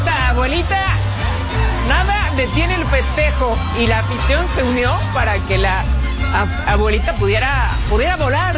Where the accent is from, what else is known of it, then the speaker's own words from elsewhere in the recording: Mexico; Bueno, una maravilla somos los mexicanos